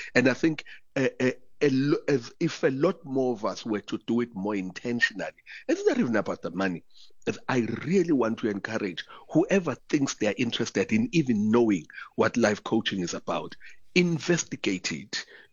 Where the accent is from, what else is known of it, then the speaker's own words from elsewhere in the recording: Umlazi, KwaZulu-Natal, South Africa; I'm from Umlaz